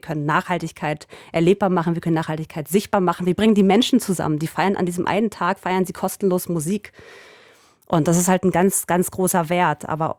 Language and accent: German; Berlin, Germany; Ich bin sogar in Reinickendorf groß geworden.